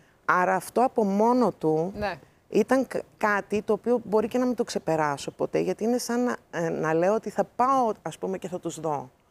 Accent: Greece; born there; Greek is a second language; είμαι από άλλη χώρα και μεγαλώνοντας στην Ελλάδα, που δεν μιλούσα καλά ελληνικά

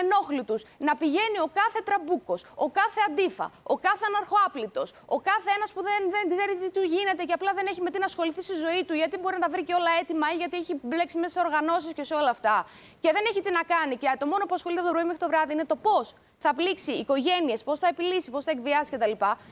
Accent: Eastern Macedonia and Thrace, Greece; Σίγουρα όμως θα είμαι στην πατρίδα μου στον Εύρο.

